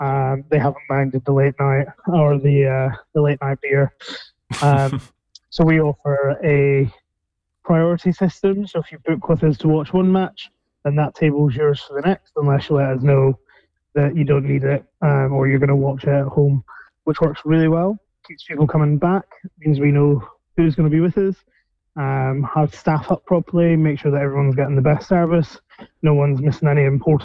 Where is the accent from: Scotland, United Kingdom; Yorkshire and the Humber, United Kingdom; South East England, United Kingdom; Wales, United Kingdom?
Scotland, United Kingdom; I'm from Scotland.